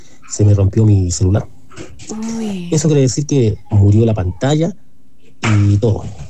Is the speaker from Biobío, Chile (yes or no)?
yes; Los Ángeles, Biobío, Chile; now in Chillán, Chile; esta noche ya podré viajar a mi ciudad natal, que es Los Ángeles.